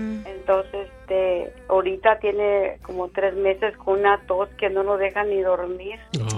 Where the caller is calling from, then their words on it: La Feria, Texas, United States; De la feria.